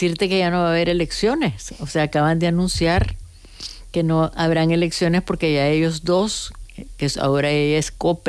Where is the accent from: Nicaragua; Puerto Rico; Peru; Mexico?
Nicaragua; Entonces, a mí la nicaragüanidad no me la quita nadie. Soy muy nicaragüense.